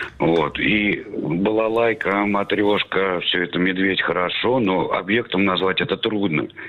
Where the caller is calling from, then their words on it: Astrakhan, Astrakhan Oblast, Russia; из Астрахани, это я.